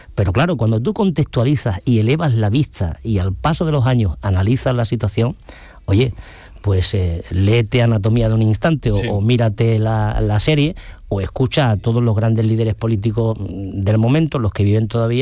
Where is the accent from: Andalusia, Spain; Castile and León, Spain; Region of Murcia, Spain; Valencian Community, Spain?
Andalusia, Spain; Ubrique; A mí me tira mucho Cádiz. Yo siempre digo que soy un gaditano con piel de ubrique, pero a mí Jerez me gusta mucho.